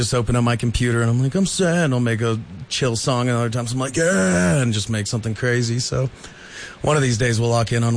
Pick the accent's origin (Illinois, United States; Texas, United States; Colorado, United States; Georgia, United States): Colorado, United States; Crested Butte; I grew up in Crested Butte playing hockey.